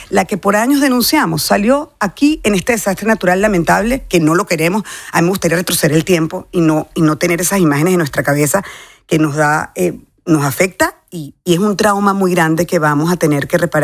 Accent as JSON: {"language": "Spanish", "country": "Venezuela", "said": "Es increíble lo que estamos aprendiendo como venezolanos hoy."}